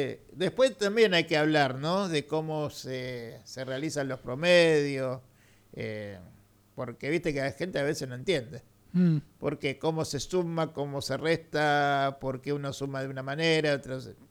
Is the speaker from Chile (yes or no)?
no; Argentina; nosotros en Argentina seguimos siendo argentinos